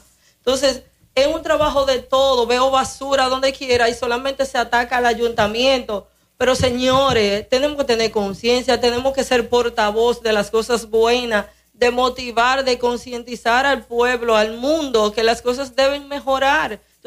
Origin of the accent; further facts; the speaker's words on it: Dominican Republic; somos dominicanos